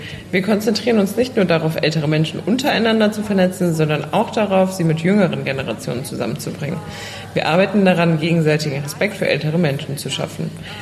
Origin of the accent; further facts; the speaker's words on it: Sarajevo, Federation of Bosnia and Herzegovina, Bosnia & Herzegovina; Ich bin in Sarajevo geboren und lebe immer noch dort.